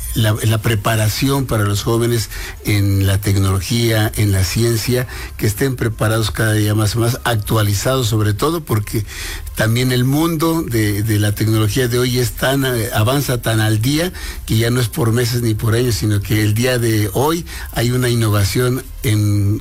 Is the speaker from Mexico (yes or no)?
yes; Mexico; Como mexicanos que somos, a veces los padres de familia esperan hasta julio, agosto para ir a inscribir a sus hijos, ¿verdad?